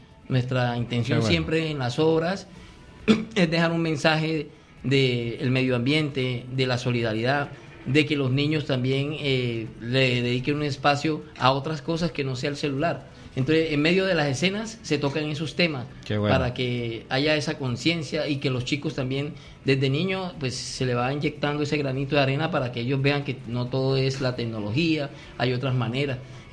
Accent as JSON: {"language": "Spanish", "town": "Bucaramanga", "region": "Santander", "country": "Colombia", "said": "venimos de la ciudad de Bucaramanga para participar en el Festival de Microteatro Barranquilla en su tercera versión."}